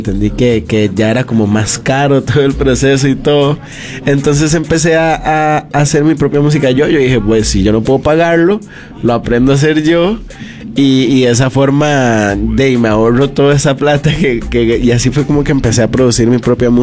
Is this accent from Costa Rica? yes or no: yes; Costa Rica; now in San José, Costa Rica; yo que vivo en San José y soy de la costa